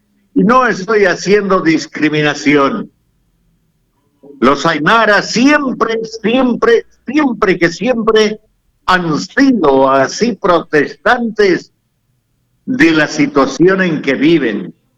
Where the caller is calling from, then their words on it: Tarija, Bolivia; Nosotros somos tarijeños, tarijeños, tarijeños y siempre tarijeños.